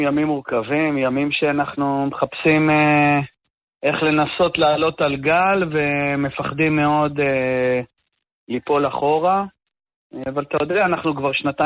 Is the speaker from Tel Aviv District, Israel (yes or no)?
no; Sde Eliezer, Northern District, Israel; אני ממושב שדה אליעזר, דור שלישי של מגדלי כבשים.